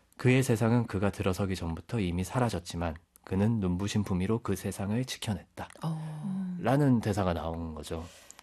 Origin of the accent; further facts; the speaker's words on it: Gyeongsang, South Korea; 경상도 출신이기 때문에 북카이를 몇번 가봤습니다.